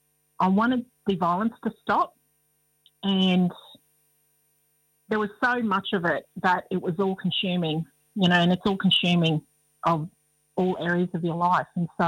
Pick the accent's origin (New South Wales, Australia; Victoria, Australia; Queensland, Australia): Queensland, Australia; I hail from the Nawagi Aboriginal Tribal Group, north of Goorambulbar, which is the traditional name for Townsville in North Queensland